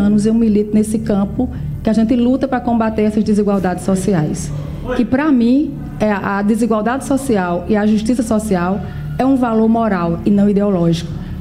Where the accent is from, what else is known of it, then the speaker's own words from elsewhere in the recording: Paraíba, Brazil; Eu venho lá do sertão da Paraíba, do piso duro e do sol quente.